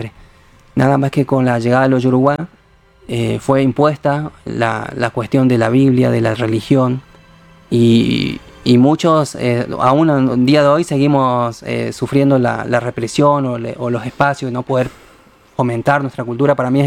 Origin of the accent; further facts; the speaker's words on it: Caá Catí, Corrientes, Argentina; born there; now in Alta Gracia, Argentina; en mi pueblo mismo, Cacatí.